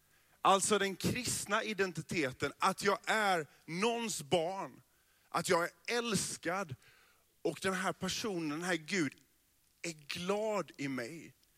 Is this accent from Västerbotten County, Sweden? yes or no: no; Bredaryd, Jönköping County, Sweden; born there; Och så får man veta att jag är född i Bredaryd.